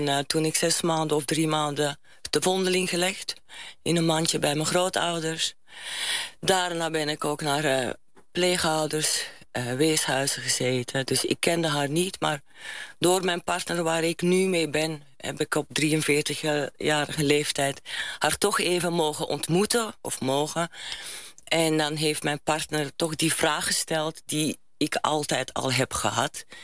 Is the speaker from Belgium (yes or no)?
yes; Belgium; want ja, ik kom uit België eigenlijk.